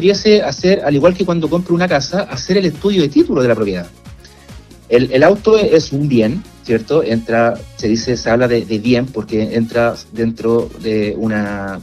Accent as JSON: {"language": "Spanish", "country": "Chile"}